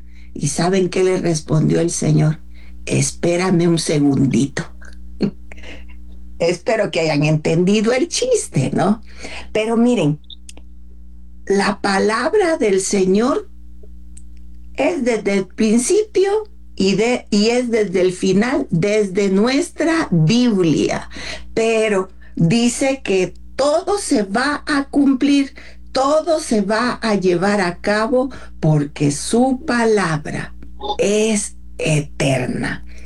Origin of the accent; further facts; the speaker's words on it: Mexico; Somos mexicanos.